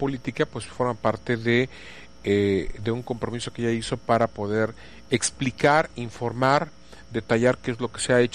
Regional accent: Mexico; como somos mexicanos lo dejamos todo a lo último

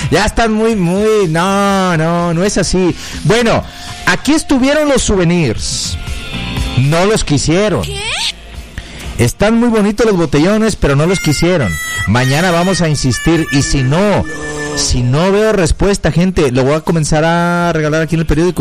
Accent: Mexico; Somos los mexicanos

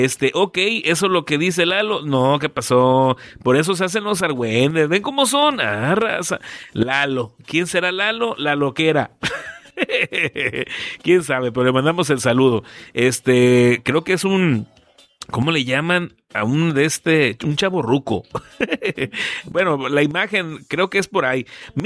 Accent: Mexico; mis respetos para todos los que somos mexicanos.

